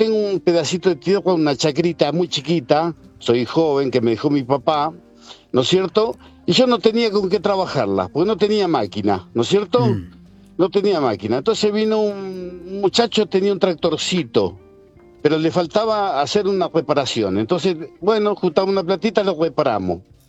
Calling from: Cutral Có, Neuquén, Argentina; Soy de acá de Cutralcó, Neuquén, estoy trabajando acá a 20 kilómetros de Vaca Muerta.

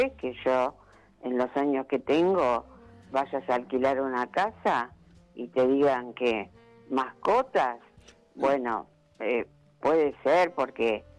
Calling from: Haedo, Buenos Aires Province, Argentina

